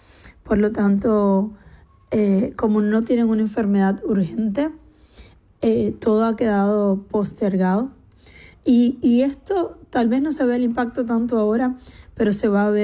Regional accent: Cuba; soy una periodista cubana

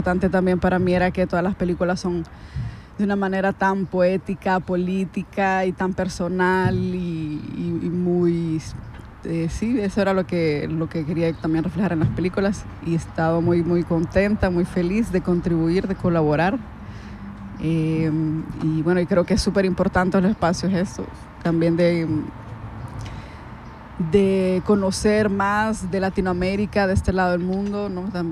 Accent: El Salvador; also born or lived in Switzerland; Yo soy cineasta feminista salvadoreña suiza.

